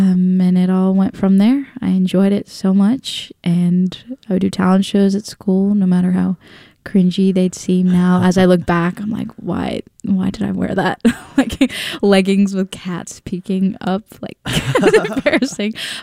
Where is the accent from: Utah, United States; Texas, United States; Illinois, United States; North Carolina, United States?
Illinois, United States; Cherry Valley; I grew up in Cherry Valley, and you know, pretty small town, but Brockford is a little bigger. It kind of encompasses Cherry Valley.